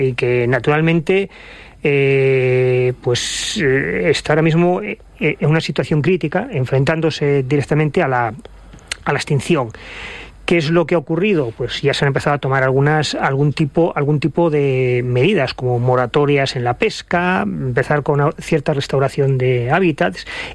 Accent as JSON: {"language": "Spanish", "town": "Gijón", "region": "Asturias", "country": "Spain", "said": "y sí las probamos, pues en Gijón, que es de donde soy, ¿no? En la zona de costa."}